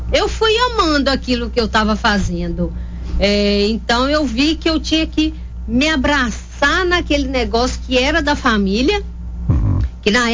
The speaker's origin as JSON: {"language": "Portuguese", "town": "Coronel Fabriciano", "region": "Minas Gerais", "country": "Brazil", "said": "Sou de Fabriciano, ali do Amaro Lanari."}